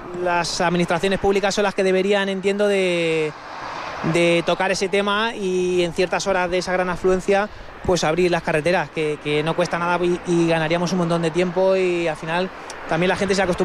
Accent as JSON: {"language": "Spanish", "town": "Toledo", "region": "Castilla-La Mancha", "country": "Spain", "said": "Yo soy de Toledo, capital."}